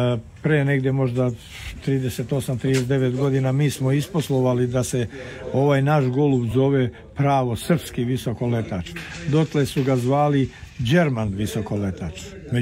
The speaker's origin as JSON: {"language": "Serbian", "town": "Čačak", "region": "Šumadija and Western Serbia", "country": "Serbia", "tie": "born or raised there", "said": "Ja sam rodom iz Čačka, iz Srbije."}